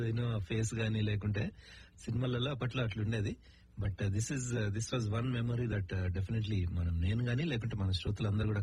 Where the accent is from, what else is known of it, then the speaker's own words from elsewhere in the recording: Khammam, Telangana, India; moved away; మా సొంత ఊరు ఖమ్మంలో చూసిన సినిమా ఇది